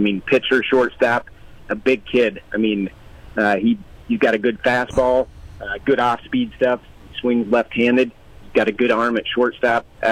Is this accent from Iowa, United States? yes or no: yes; Iowa, United States; No, I don't. I'm from Iowa, so I'm used to playing summer high school baseball.